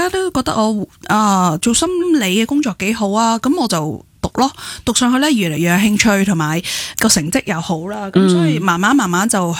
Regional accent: Canada; 其实我喺外国长大嘅，我喺加拿大长大。

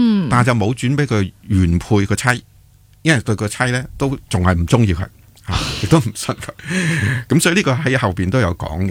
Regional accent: Guangdong, China; 在我们广东人就很多时候就希望有物业揸手

